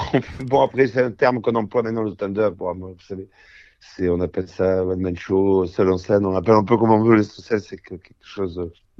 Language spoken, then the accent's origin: French; Marseille, Provence-Alpes-Côte d'Azur, France; moi, je suis marseillais